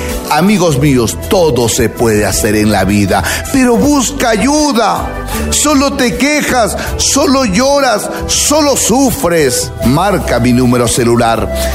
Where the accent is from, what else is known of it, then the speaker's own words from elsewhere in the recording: Huancabamba, Piura, Peru; moved away; also born or lived in Murcia, Spain / Madrid, Spain / New York, United States / Miami, United States; Sí, has escuchado hablar de mi tierra, pero no conoces personalmente a … a mi hijo Randú de la India. Amigos míos, he vivido muchos años en Europa